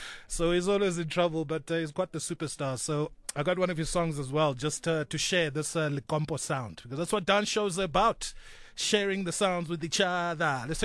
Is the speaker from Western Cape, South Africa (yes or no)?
no; Eastern Cape, South Africa; growing up in the Eastern Cape, Limpopo sounded like a place that's in another country.